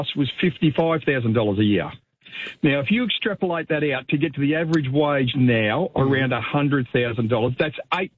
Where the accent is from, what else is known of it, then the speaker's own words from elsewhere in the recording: Ballarat, Victoria, Australia; Yes, well, I mean, I grew up in Ballarat